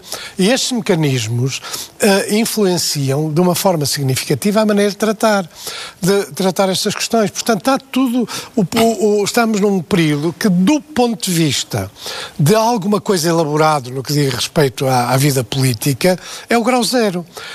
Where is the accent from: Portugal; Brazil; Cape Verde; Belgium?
Portugal; Porto, Norte; born or raised there